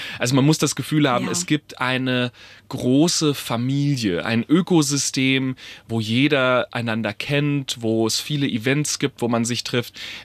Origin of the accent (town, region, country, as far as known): Heilbronn, Baden-Württemberg, Germany; born or raised there